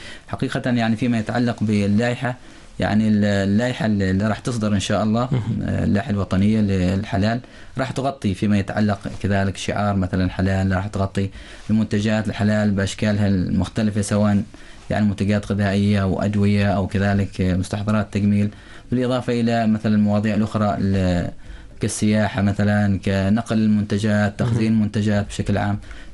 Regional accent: Oman; معانا في سلطنة عمان

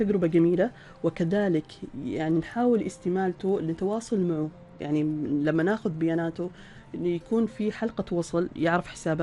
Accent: Salalah, Dhofar, Oman; عندنا في صلالة

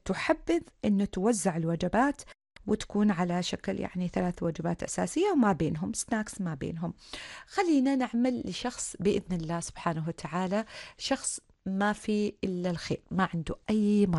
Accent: Oman; احنا تو عمانيين

